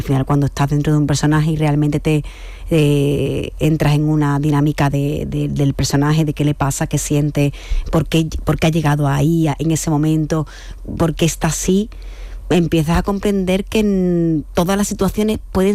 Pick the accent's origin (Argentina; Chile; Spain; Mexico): Spain; Jerez de la Frontera, Andalusia; soy de aquí, de Cádiz, ¿sabes? De Jerez de la Frontera. Y en Cádiz, en Jerez de la Frontera, se dice entrenadora, no se dice coach